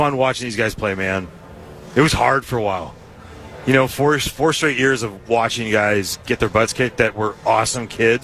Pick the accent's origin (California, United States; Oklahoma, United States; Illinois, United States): California, United States; You know, I'm still a Californian, you know what I mean?